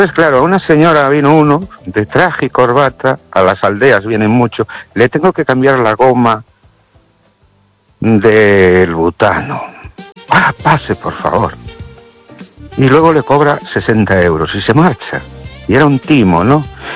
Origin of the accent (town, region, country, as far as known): Ourense, Galicia, Spain